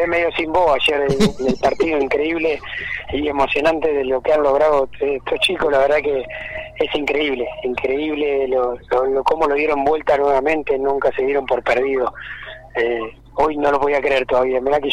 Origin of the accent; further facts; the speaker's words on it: Concepción del Uruguay, Entre Ríos, Argentina; siento que soy el representante del Turismo Carretera de Concepción Uruguay, siempre la gente me apoya, me ve en la ciudad